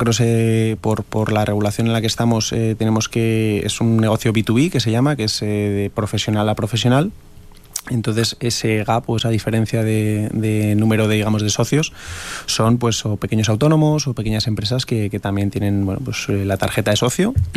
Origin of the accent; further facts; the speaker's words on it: Navarre, Spain; particularmente como navarro que soy